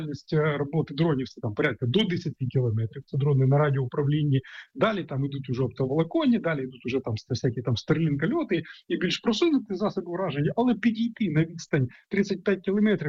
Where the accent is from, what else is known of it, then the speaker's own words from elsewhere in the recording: Sumy, Sumy Oblast, Ukraine; прикордонні міста, такі як моє рідне місто Суми